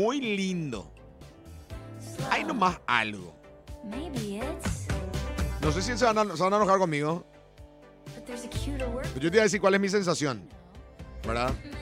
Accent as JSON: {"language": "Spanish", "country": "Paraguay"}